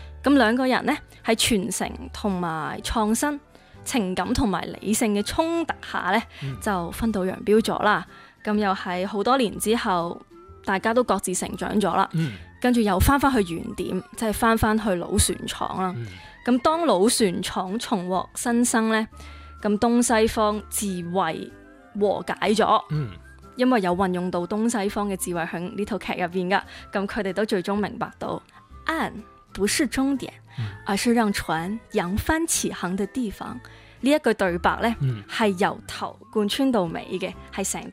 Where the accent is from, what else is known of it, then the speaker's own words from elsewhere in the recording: Macau; 咁我都系澳门人